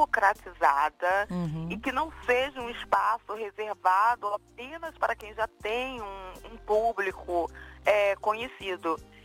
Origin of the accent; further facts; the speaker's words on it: Brazil; moved away as an adult; now in London, United Kingdom; Eu sou brasileira e moro em Londres há mais de 20 anos.